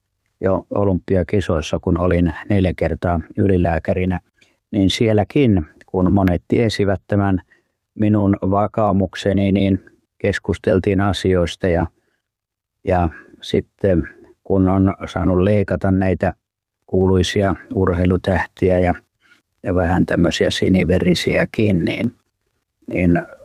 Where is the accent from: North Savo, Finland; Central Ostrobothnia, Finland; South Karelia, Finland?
Central Ostrobothnia, Finland; Kokkola; se tapahtui tuolla mun kotikaupungissani Kokkolassa, missä olin keskussairaalassa lääkärinä 79 vuonna.